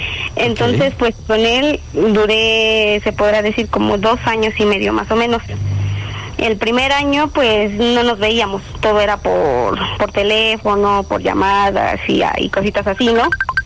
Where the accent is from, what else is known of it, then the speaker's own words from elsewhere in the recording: Mexico City, Mexico; Tengo 24 y soy de la Ciudad de México.